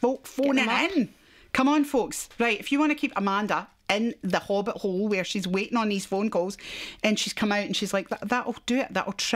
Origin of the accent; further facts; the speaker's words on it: Dunoon, Scotland, United Kingdom; she is a lovely lass from my hometown in Scotland of Dunoon. And my brother taught her at school.